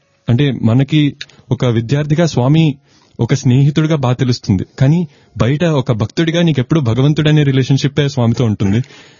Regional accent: Visakhapatnam, Andhra Pradesh, India; శ్రోతలందరికీ సాయిరామ్ … నేను విశాఖపట్నం నుంచి వచ్చాను.

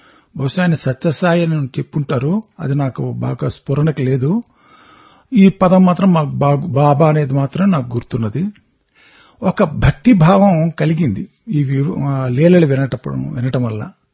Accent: Devarampadu, Andhra Pradesh, India; also born or lived in Perala; మాది ఒంగోలు దగ్గర దేవరంపాడైన కుగ్రామం.

